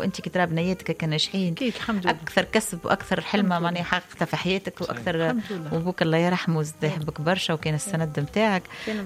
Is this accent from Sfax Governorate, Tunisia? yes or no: yes; Sfax, Sfax Governorate, Tunisia; انا 10 سنين تربيت في صفاقس بلاد الفن والموسيقى